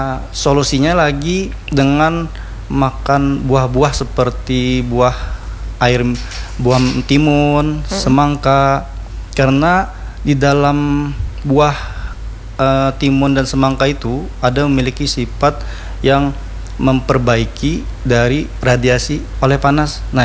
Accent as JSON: {"language": "Indonesian", "region": "South Kalimantan", "country": "Indonesia", "said": "kita orang Banjar tuh pengamihan."}